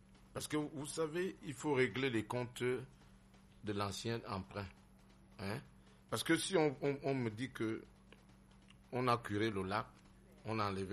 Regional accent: Yaoundé, Centre, Cameroon; nous, on a grandi à Yaoundé.

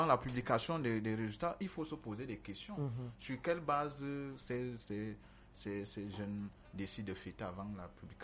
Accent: Cameroon; Je ne suis pas ce genre de Camerounais qui prend l'éthique.

